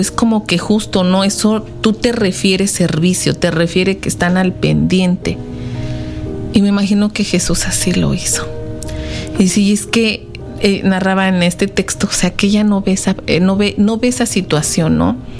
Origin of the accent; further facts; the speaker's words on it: Mexico; moved away; yo que soy de México